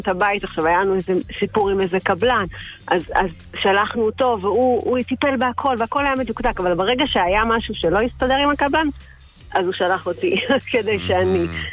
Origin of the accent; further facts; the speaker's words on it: Tel Aviv, Tel Aviv District, Israel; זאת אומרת הוא מירושלים, אני מתל אביב במקור, ולפני 20 שנה החלטנו שאנחנו רוצים לגור בקיבוץ.